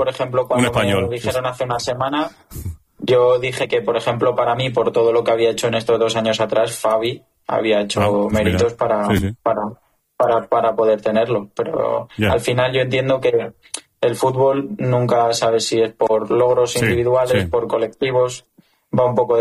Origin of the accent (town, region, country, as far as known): Spain